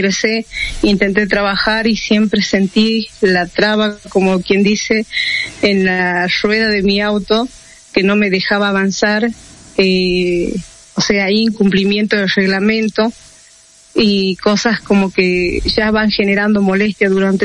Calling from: San Antonio de los Cobres, Salta, Argentina

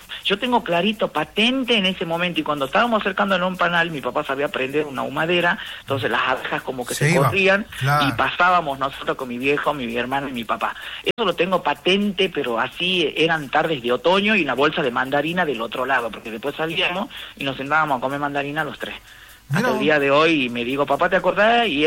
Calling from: Hipólito Yrigoyen, Salta, Argentina; yo soy de Hipólito Yrigoyen.

